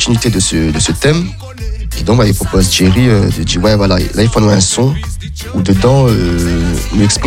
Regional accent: Réunion, France; pour exprimer un peu ce qu'aujourd'hui nous pense, en tant que créole, en tant que réunionnais.

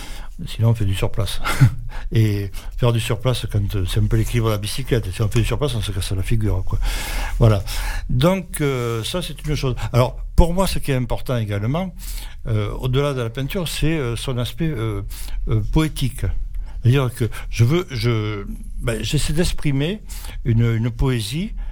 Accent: south of France, France; moved away as an adult; now in Île-de-France, France; moi j'habite en Île-de-France, ça fait 40 ans, 42 ans maintenant, et je suis originaire du Midi.

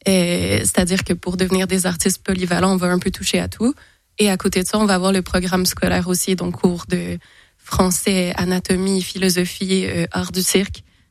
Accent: Châteauguay, Quebec, Canada; moved away as an adult; also born or lived in Montreal; now in Besançon, France; Châteauguay, j'ai quand même grandi devant la rivière

